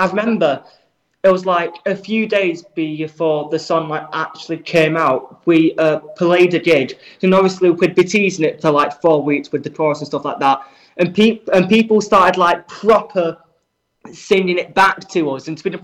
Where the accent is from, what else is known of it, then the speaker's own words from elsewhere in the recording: Manchester, North West England, United Kingdom; I was there when they toured the UK, and I'm from Manchester, but I went to London, which is like a 6-hour drive to them